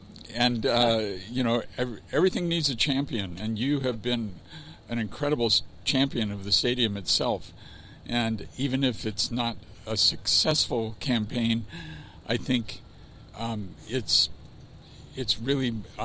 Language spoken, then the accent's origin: English; Mercer Island, Washington, United States; Well, I'm a Seattle person, but around here I have to whisper that I grew up on Mercer Island.